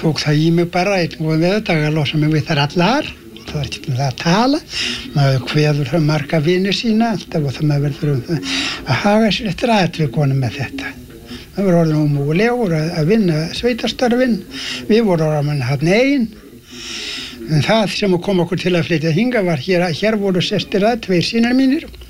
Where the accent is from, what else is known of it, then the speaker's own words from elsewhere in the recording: Meðalland, Southern Region, Iceland; now in Vestmannaeyjar, Iceland; Nei. Ég var uppvaxtar án mín þarna eftir í Meðalandi, fór að búa á 1910 í Meðalandinu, flutti þá að Steinsmýri